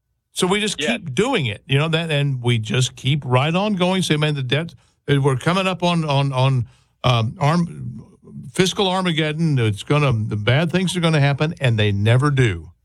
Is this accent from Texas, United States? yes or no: yes; Dallas, Texas, United States; Let's start off with Steve in Dallas, my hometown here in Texas, where it is a balmy, 96 degrees.